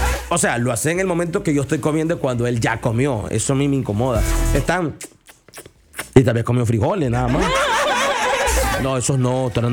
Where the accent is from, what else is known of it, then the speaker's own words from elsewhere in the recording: Nicaragua; Mira, aquí estamos así. Somos nica, pero es que no.